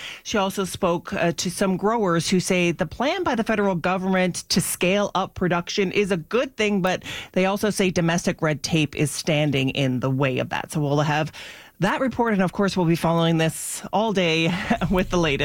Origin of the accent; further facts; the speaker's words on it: Canada; as a Canadian